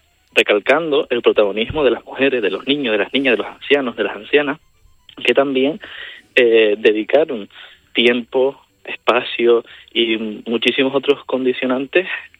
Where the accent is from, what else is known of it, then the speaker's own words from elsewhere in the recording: Ingenio, Canary Islands, Spain; born there; Pues yo nací en Gran Canaria, específicamente en el municipio de Ingenio.